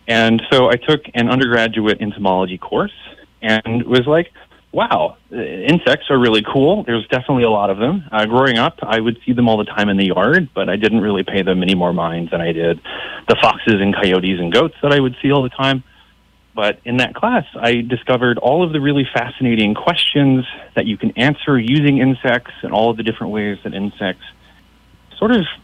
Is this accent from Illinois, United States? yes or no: no; Tennessee, United States; now in Hawaii, United States; growing up in Tennessee, 4,000 miles away, I had never really known much about.